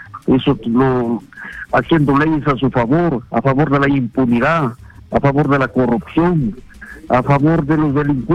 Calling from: Guamachuco, La Libertad, Peru; de Guamachuco.

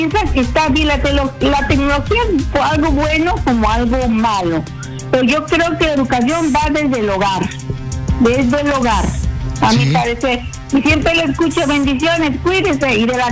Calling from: Chiclayo, Lambayeque, Peru; saludos de Chiclayana

